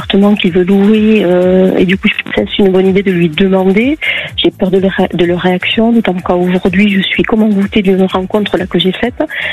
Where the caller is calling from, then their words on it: Occitanie, France; D'Occitanie.